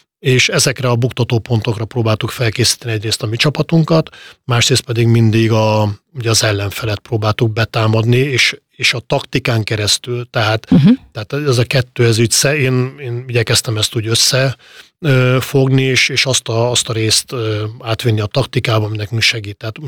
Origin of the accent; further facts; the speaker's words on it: Hungary; de én azt gondolom, hogy azért magyarok vagyunk